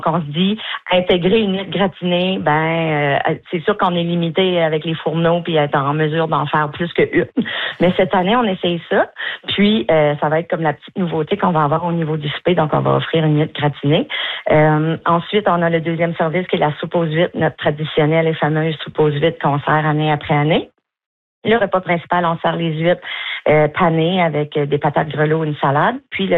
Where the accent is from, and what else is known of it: Maisonnette, New Brunswick, Canada; born there